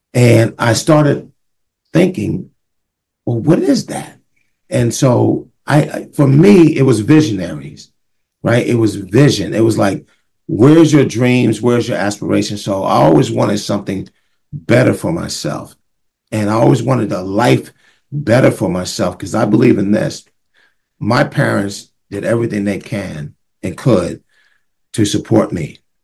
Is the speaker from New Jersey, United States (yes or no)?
yes; Montclair, New Jersey, United States; And so I'm from Montclair, but I used to, Gerald, when I began to change my life, we had a department store in Montclair called Haynes Department Store.